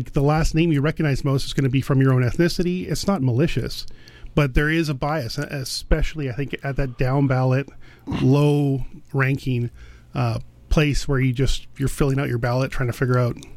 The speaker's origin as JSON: {"language": "English", "town": "Delta", "region": "British Columbia", "country": "Canada", "tie": "born or raised there", "said": "If renters are evenly split across the municipality, like my hometown of Delta, you have like basement suites and stuff like"}